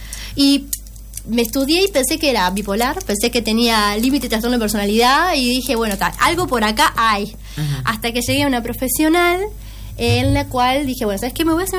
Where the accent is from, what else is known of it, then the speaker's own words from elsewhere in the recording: Montevideo, Uruguay; De Montevideo. Ahí está. Sí, crecí en Montevideo. Crecí en la Villa del Cerro. Y luego, bueno, me mudé.